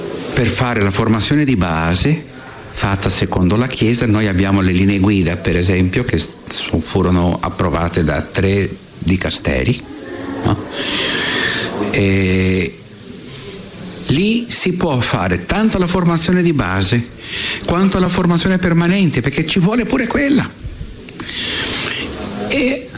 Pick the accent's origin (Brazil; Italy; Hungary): Brazil; Io vengo dal Brasile e ne abbiamo giù, eh?